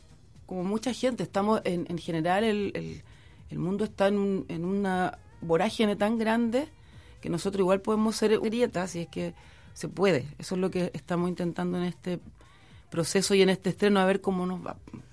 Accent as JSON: {"language": "Spanish", "town": "Santiago", "region": "Santiago Metropolitan Region", "country": "Chile", "tie": "born or raised there", "moved": "as an adult", "lives_now": "Valparaíso, Chile", "said": "años acá viviendo, pero oriunda de Santiago."}